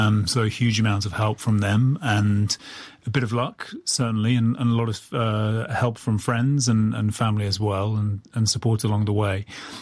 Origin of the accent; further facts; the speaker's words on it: Oxford, South East England, United Kingdom; moved away as an adult; now in Czech Republic; So I'm from Oxford. So Oxford, famous for its university, but it is a city as well. And I'm from the city of Oxford.